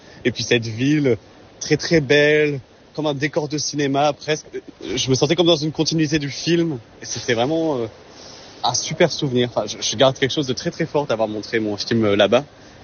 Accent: France; on n'a pas forcément l'habitude d'aller à ce festival et d'exporter des films là-bas en tant que Français

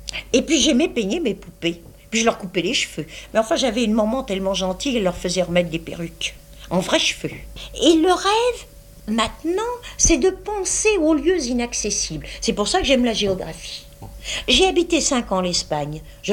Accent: Normandy, France; Et j'aime les Anglais, je suis normande, ma mère.

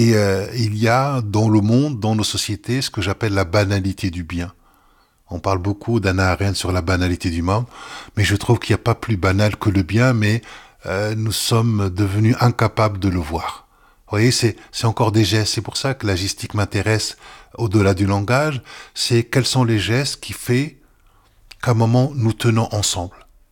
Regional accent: Morocco; now in France; D'abord, c'est mon pays d'origine. Et je vois l'évolution du pays, de sa transformation.

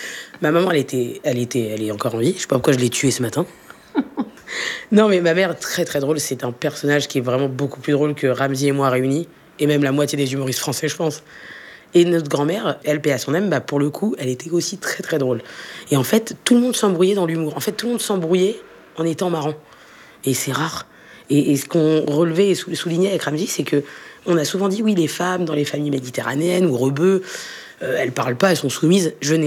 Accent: Algeria; Je pense qu'on est français et on est algérien et c'est une force et c'est une richesse.

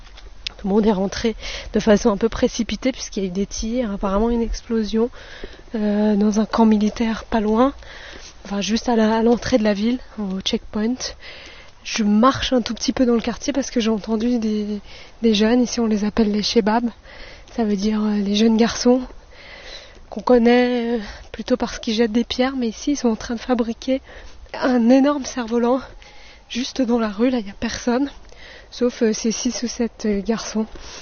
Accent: Paris, Île-de-France, France

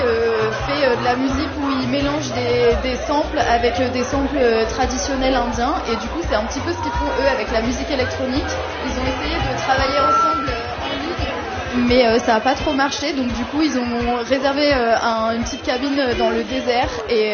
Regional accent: India; now in Lyon, France; Oui, donc du coup, on est … On vient d'Inde, mais on est basé ici à Lyon.

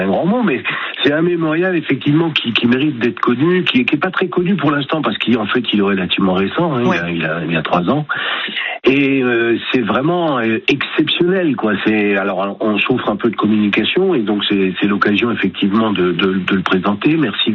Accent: Dannemarie, Grand Est, France; je suis un peu chauvin parce que je suis de Danemarie

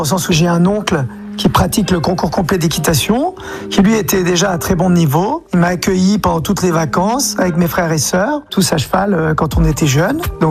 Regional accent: Roubaix, Hauts-de-France, France; born there; je suis né en 1975, donc j'ai 51 ans, je suis né à Roubaix.

